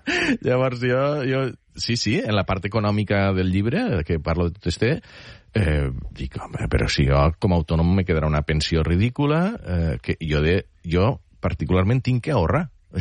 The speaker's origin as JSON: {"language": "Catalan", "region": "Catalonia", "country": "Spain", "said": "Aquí, d'alguna forma, penso que jo soc de les Terres de l'Ebre."}